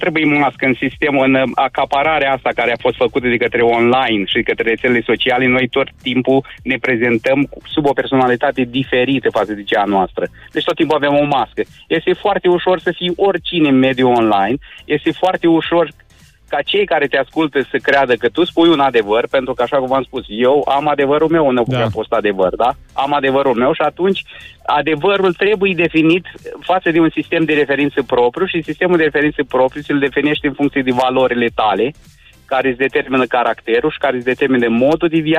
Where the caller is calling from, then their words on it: Iași, Iași County, Romania; și vă sunt din Iași.